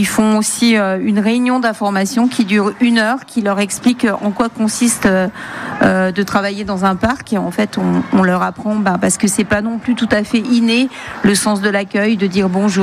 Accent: Bruyères, Grand Est, France; born there; Je suis née à Bruyères.

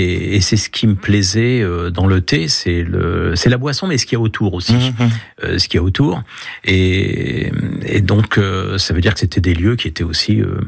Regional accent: Paris, Île-de-France, France; moved away; j'ai quand même un défaut, c'est que je suis parisien.

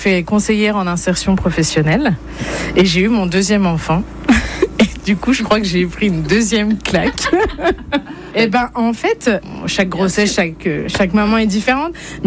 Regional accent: Feilly, Grand Est, France; Je viens de Feilly, un tout petit village vosgien.

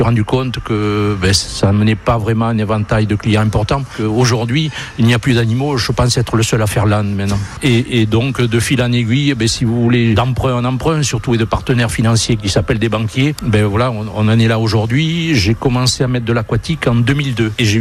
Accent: Tourtoirac, Nouvelle-Aquitaine, France; born there; je suis né à Tortoirac le 15 juillet 55.

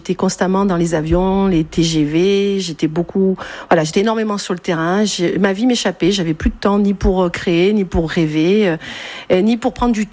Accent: Marseille, Provence-Alpes-Côte d'Azur, France; born there; accent: Berjallian; now in Bourgoin-Jallieu, France; Ah, je suis née à Marseille, mais je suis bien plus berjalienne que marseillaise depuis le temps.

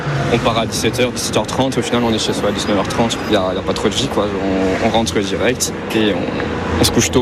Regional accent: Metz, Grand Est, France; Moi, du coup, je viens de Metz, donc je prends déjà le train de Metz jusqu'à Thionville.

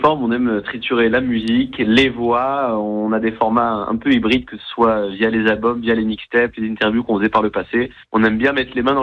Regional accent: Aix-en-Provence, Provence-Alpes-Côte d'Azur, France; nous on vient d'Aix-en-Provence, donc c'est pas très loin et en même temps c'est assez différent.

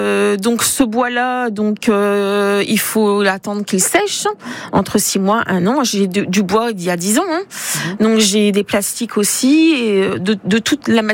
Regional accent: Saint-Valery-sur-Somme, Hauts-de-France, France; born there; Oui, je suis née à Saint-Valery-sur-Somme.

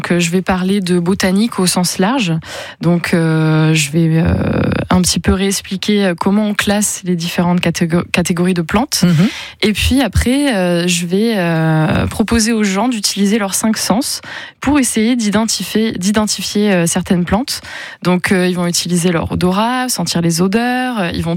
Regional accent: Provence-Alpes-Côte d'Azur, France; Et moi, je suis provençale, donc ça me représente bien.

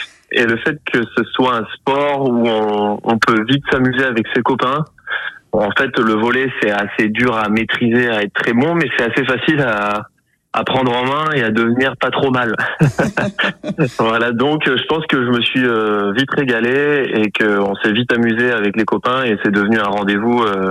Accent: La Tremblade, Nouvelle-Aquitaine, France; also born or lived in Saint-Palais-sur-Mer / United States; now in Royan, France; je suis originaire à la base de La Tremblade, et on a déménagé à Saint-Palais.

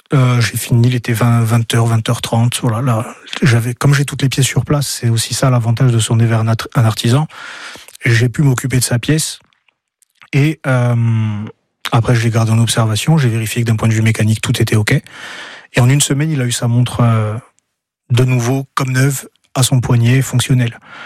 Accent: Corsica, France; l'atelier boutique que j'ai dans le village, donc dans Piazza di Avetiasco, là, où j'allais quand j'étais petit en CP d'ailleurs.

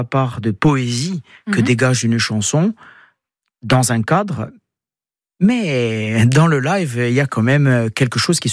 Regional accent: Corsica, France; l'on vient d'une île de Méditerranée

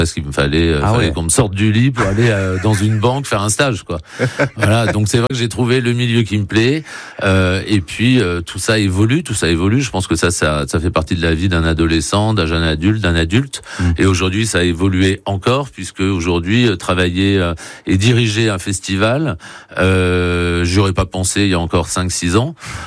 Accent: Biarritz, Nouvelle-Aquitaine, France; born there; also born or lived in Los Angeles; j'ai toujours gardé le même noyau d'amis que j'ai rencontré d'ailleurs au lycée, au collège à Biarritz, quand j'ai fait mes études ici.

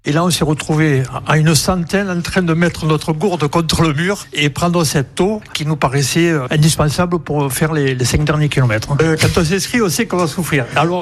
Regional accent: Argelès-Gazost, Occitanie, France; je suis originaire d'Argelès-Gazost, dans les Hautes-Pyrénées

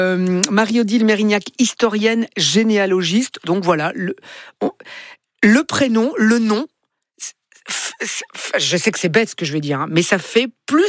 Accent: Italy; C'est pour ça, parce que comme je suis italien, voilà, donc tout vient de là.

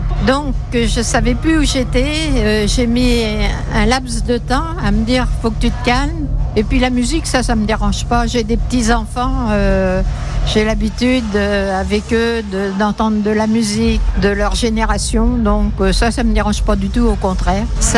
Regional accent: Tours, Centre-Val de Loire, France; born there; Je suis née à Tours déjà

